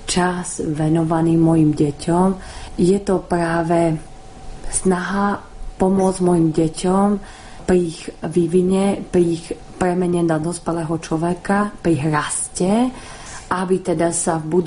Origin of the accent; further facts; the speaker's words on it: Martin, Žilina Region, Slovakia; V tom čase v Martine, ja pochádzam z Martina zo Slovenska, ešte takáto skupina matiek nebola.